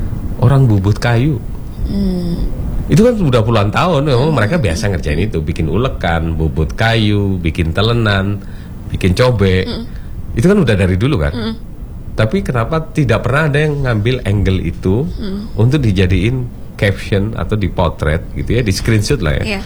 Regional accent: Pesanggeran, East Java, Indonesia; karena saya pernah coba sih Kak, di desa saya sendiri, di desa Pesanggeran itu saya masih ingat tahun 2009 saya udah ngomongin hal-hal begini nih

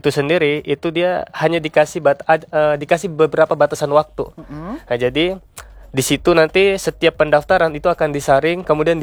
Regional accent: South Sulawesi, Indonesia; Sebelumnya perkenalkan … Saya berasal dari Sulawesi Selatan.

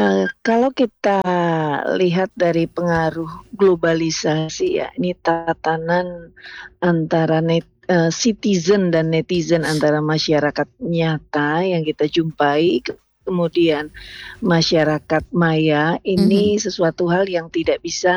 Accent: North Sumatra, Indonesia; Atau orang Batak, saya orang Batak tidak memahami bagaimana suku bangsanya.

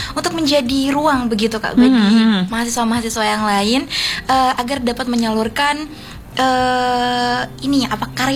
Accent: Probolinggo, East Java, Indonesia; Kalau aku sendiri aku dari Probolinggo.

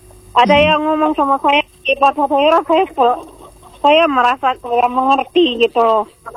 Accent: Kupang, East Nusa Tenggara, Indonesia; born there; Ya biasanya pakai bahasa Indonesia, karena saya kan lahir di Kupang, saya lahir di Kupang.

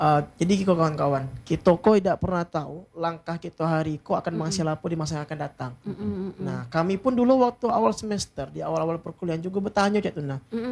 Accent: Bengkulu, Indonesia; jadi anak Bengkulu tuh. Kita alhamdulillah punya bahasa yang mungkin ada beberapa sama kawan-kawan kita dari Jambi, dari Palembang dan sebagainya.

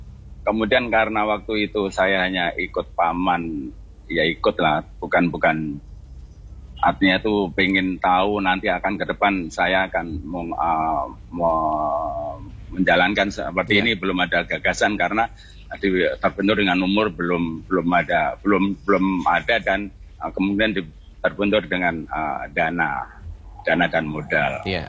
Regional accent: Klaten, Central Java, Indonesia; born or raised there

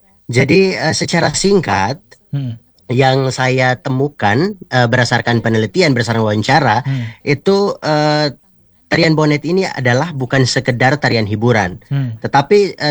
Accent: Amanuban, East Nusa Tenggara, Indonesia; karena saya ini orang Amanuban.

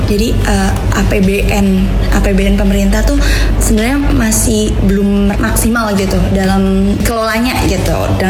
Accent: West Sumatra, Indonesia; asal saya dari Sumbar.

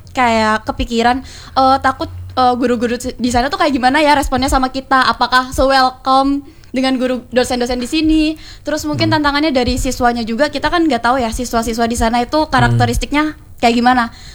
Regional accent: Jember, East Java, Indonesia; kebetulan saya asli Indonesia nih, Jember. Asli Jember banget.

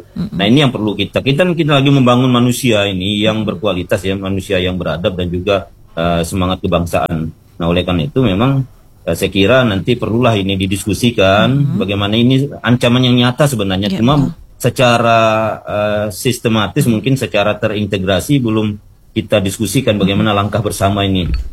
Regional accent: Sanggau, West Kalimantan, Indonesia; kita orang Sanggau

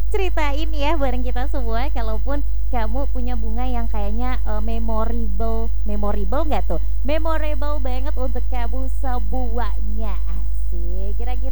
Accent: Kalimantan, Indonesia; kalau kita warga Kalimantan

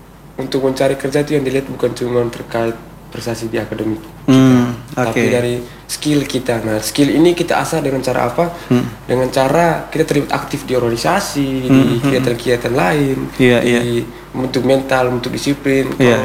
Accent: Labuan Bajo, East Nusa Tenggara, Indonesia; now in Surabaya, Indonesia; beberapa tahun kemudian saya bawa mereka untuk ikutan di daerah saya sendiri.

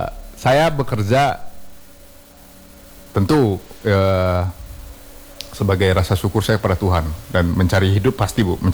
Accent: Padang, West Sumatra, Indonesia; moved away; saya orang Padang.

